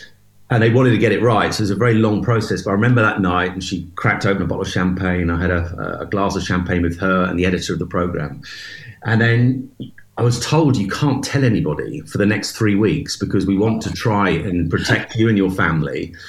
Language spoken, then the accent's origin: English; East of England, United Kingdom; a little boy growing up in Norfolk